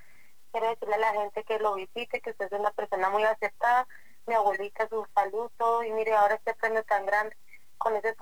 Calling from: Manta, Cundinamarca, Colombia; De Manta, Cundinamarca

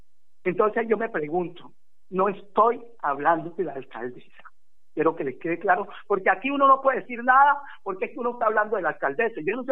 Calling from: Buenaventura, Valle del Cauca, Colombia

